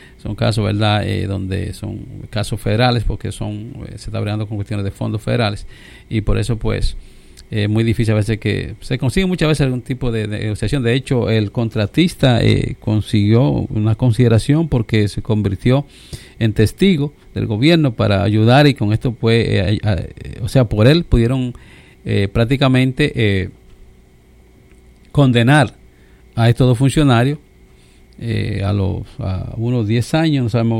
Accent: Dominican Republic; en nuestro país y en todas partes, en República Dominicana

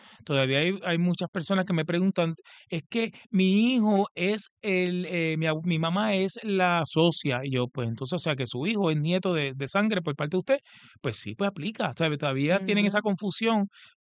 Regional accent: Aguabuena, Aragua, Venezuela; mi pueblo Aguabuena

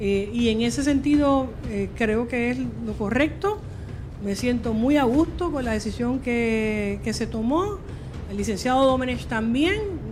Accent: Puerto Rico

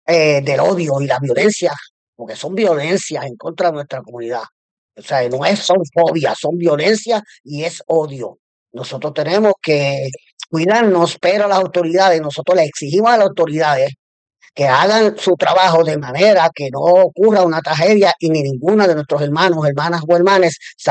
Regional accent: Puerto Rico; nosotros tenemos derecho como puertorriqueños, puertorriqueñas y puertorriqueñas, estar en las calles de nuestra patria seguros, seguros.

